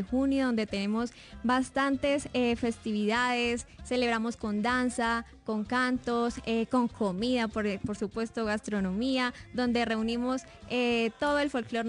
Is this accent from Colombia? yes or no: yes; Colombia; nos unimos como colombianos